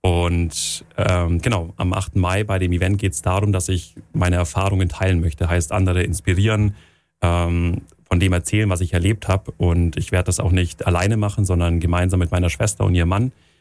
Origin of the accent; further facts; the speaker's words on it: Augsburg, Bavaria, Germany; 25 Jahre alt, geboren und aufgewachsen in Augsburg